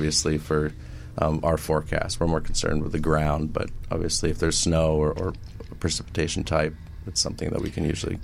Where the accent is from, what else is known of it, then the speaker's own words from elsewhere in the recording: New England, United States; I'm from the Northeast, though, so.